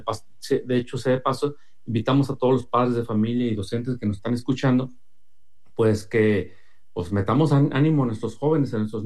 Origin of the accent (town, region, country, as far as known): Mexico